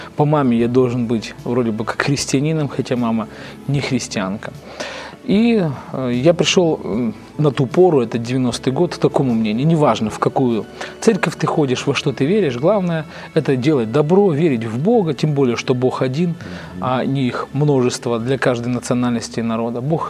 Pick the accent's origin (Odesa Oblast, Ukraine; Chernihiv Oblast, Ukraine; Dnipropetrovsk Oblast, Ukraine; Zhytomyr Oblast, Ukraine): Dnipropetrovsk Oblast, Ukraine; Dnipro; И когда я говорю, что вот по национальности я татарин, все очень четко определяют: ты мусульманин. Но когда спрашивали, откуда я приехал, я говорил: из Днепропетровска, с Украины.